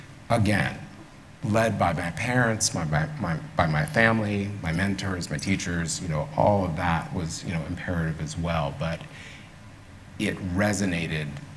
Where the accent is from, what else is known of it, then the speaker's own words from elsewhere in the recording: Akron, Ohio, United States; It was Akron. I mean, it was, you know, it was growing up on I spoke of this last night. Growing up on Avalon Avenue, which was a dead-end street that dead-ended into the football field of Buchtel High School.